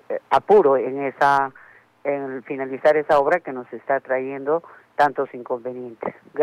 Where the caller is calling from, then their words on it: Arequipa, Peru; soy una vecina de José Luis Bustamante Rivero